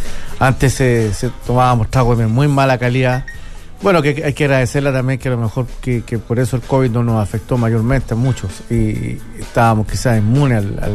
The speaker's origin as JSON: {"language": "Spanish", "country": "Chile", "said": "los chilenos somos pisqueros"}